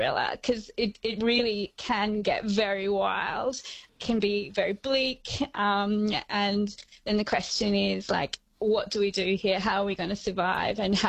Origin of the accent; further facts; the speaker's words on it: Burnie, Tasmania, Australia; I grew up in Burnie on the northwest coast of Tasmania, where you didn't really go to the beach much.